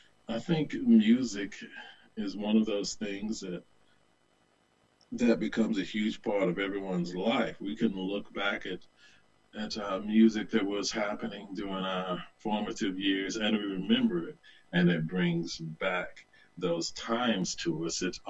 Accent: the South, United States; It would be impossible not to. I grew up in a Bible Belt, and it's who I was. It's who I continue to be in many ways.

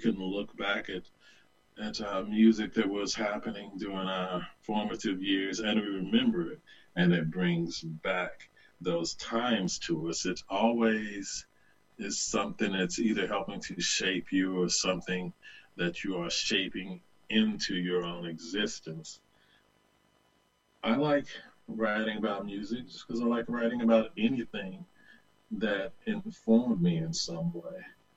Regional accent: the South, United States; I grew up in the Bible Belt, and it's who I was. It's who I continue to be in many ways.

